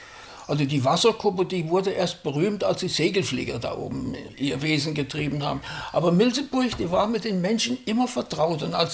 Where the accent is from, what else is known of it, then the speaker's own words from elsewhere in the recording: Rhön, Germany; accent: Rhöner Platt; first language Rhön dialect (Rhöner Platt); German is a second language; ich habe ja erst in der Schule überhaupt Hochdeutsch gelernt. Bis zu meinem 6. Lebensjahr war Rhöner Platt meine Muttersprache. Ich konnte noch kein Wort Hochdeutsch in dieser Zeit. Und erst als ich dann in die Schule kam, habe ich Hochdeutsch gelernt.